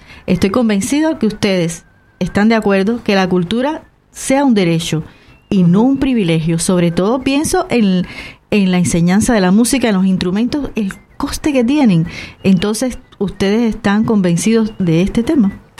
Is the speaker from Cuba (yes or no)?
yes; Cuba; now in Canary Islands, Spain; yo soy cubana.